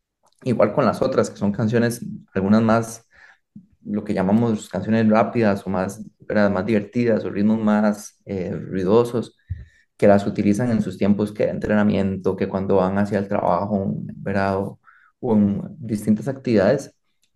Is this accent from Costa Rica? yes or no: yes; Costa Rica; es hasta simbólico para nosotros como costarricenses